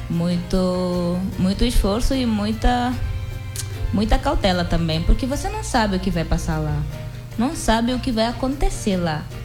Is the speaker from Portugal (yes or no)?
no; Guinea-Bissau; now in Brazil; eu sou da Guiné